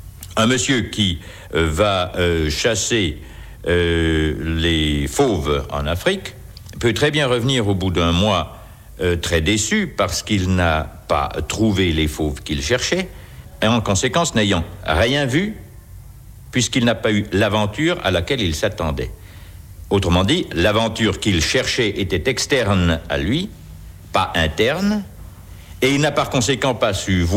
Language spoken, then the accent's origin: French; Lons-le-Saunier, Bourgogne-Franche-Comté, France; Quand j'avais 15 ans, j'avais une mansarde dans la maison de mon père, à Lons-le-Saunier dans le Jura. Je suis jurassien, je suis franc-comtois.